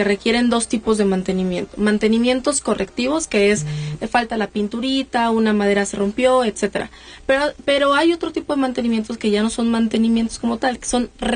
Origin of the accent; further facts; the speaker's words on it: Puebla, Mexico; hay que difundir esto como poblanos, porque de verdad esto es importante para nuestro estado.